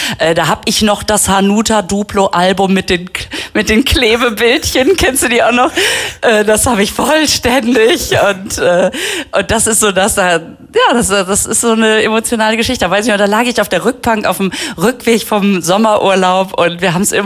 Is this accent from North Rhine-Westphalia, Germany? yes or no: yes; Münster, North Rhine-Westphalia, Germany; Davor die Woche in Münster schon ganz groß gefeiert, weil das ja meine Heimatstadt ist.